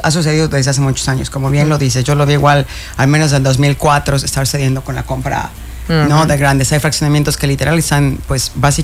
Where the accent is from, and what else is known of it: Mexico